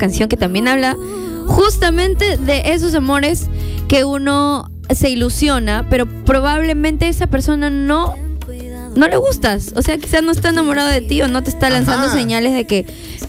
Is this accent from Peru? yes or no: yes; Callao, Peru; Somos del Callao